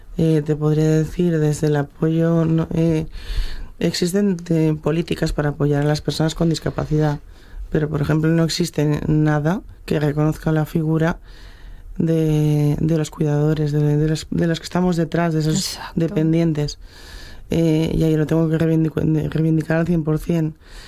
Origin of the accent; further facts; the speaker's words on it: Navia, Asturias, Spain; Yo vengo de Navia.